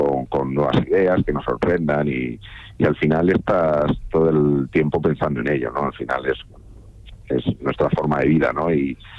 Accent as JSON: {"language": "Spanish", "town": "Murcia", "region": "Region of Murcia", "country": "Spain", "said": "pero Edu y yo, que yo soy de Murcia y Edu de Zaragoza, pues también hemos pasado muchas veces, ¿no?"}